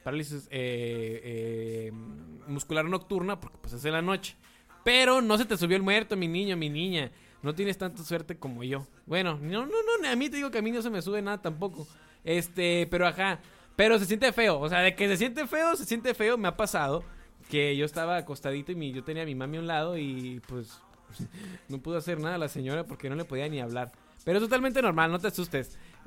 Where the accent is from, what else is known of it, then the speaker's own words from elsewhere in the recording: Mexico; todos somos mexicanos, la mayoría de los que estamos aquí.